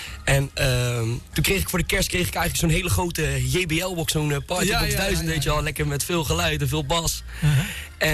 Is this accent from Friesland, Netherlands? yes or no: no; Bergen op Zoom, North Brabant, Netherlands; Ik kom uit Bergen op Zoom.